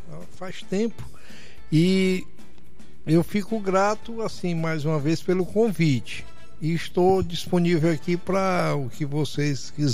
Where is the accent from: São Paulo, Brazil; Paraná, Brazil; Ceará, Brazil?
Ceará, Brazil; Fortaleza; born there; also born or lived in João Pessoa; Eu sou cearense, nascido em Fortaleza, descendente de paraibanos e cajazeiras, na Paraíba, tá certo? Meu pai é baiano, apesar de ser filho de cajazeirense também.